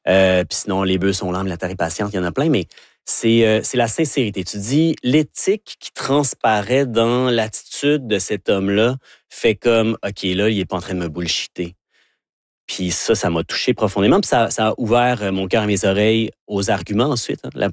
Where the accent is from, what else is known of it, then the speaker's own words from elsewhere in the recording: Vanier, Ontario, Canada; born there; Ben oui, je suis né à Vanier, en face du marché du store. Mais donc je suis un deuxième génération.